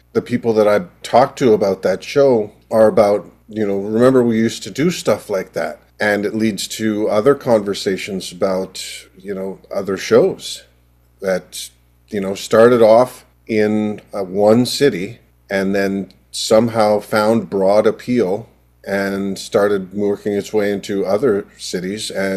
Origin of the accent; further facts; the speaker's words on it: Calgary, Alberta, Canada; moved away; also born or lived in Ottawa; I grew up in Calgary, and then in 1984 moved to Ottawa